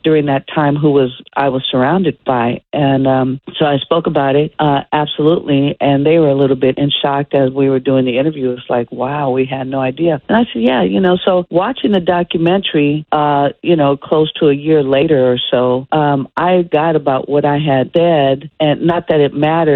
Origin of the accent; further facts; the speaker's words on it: Oakland, California, United States; moved away; born and raised in Oakland